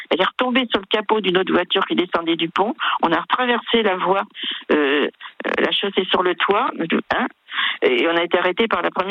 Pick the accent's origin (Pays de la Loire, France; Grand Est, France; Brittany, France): Brittany, France; Moi, je suis bretonne, hein, je suis dans Bretagne